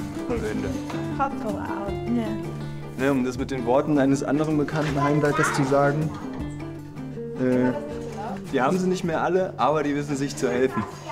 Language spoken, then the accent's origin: German; Frankfurt, Hesse, Germany; moved away as an adult; now in Bremen, Germany; Ursprünglich komme ich genauso wie Annie aus Frankfurt. Und jetzt mit der Familie seit 8 Jahren, glaube ich, in Bremen.